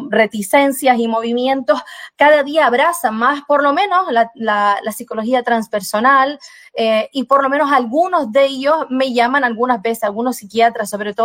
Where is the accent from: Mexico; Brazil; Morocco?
Brazil; Spanish is a second language; Yo soy indígena, yo soy brasileña, natural brasileña, yo soy indígena.